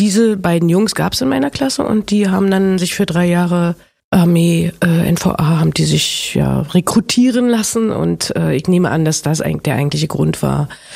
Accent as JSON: {"language": "German", "region": "Berlin", "country": "Germany", "tie": "born or raised there", "said": "aber auf jeden Fall sind wir sehr nah voneinander und auch vom Stadion in der alten Försterei aufgewachsen."}